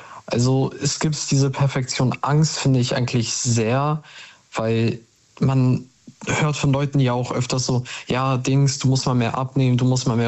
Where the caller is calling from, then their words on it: Bremen, Germany; ich komme aus Bremen, also Nähe Bremen.